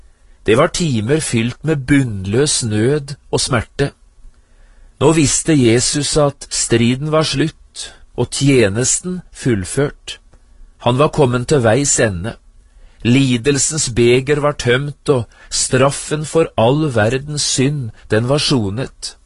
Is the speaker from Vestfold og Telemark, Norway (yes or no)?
yes; Notodden, Vestfold og Telemark, Norway; Gransherra kirke, som ligger ca. 3 mil fra Notodden, hjembyen min.